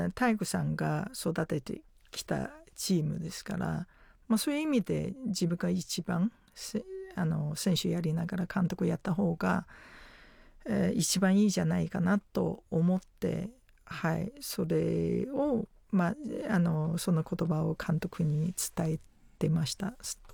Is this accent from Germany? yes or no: no; China; Japanese is a second language; now in Japan; 元私も中国出身ですから、